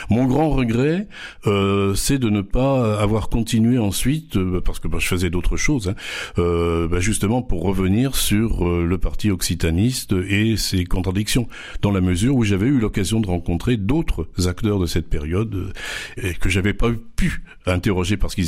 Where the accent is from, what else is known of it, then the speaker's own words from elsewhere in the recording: Provence-Alpes-Côte d'Azur, France; Moi, je suis des Alpes du Sud, hein, donc assez loin de l'Hérault, où c'est toujours la même langue.